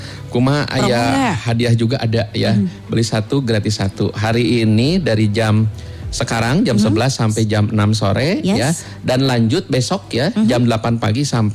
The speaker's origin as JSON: {"language": "Indonesian", "town": "Bandung", "region": "West Java", "country": "Indonesia", "said": "Saya orang Bandung, saya cinta orang Bandung."}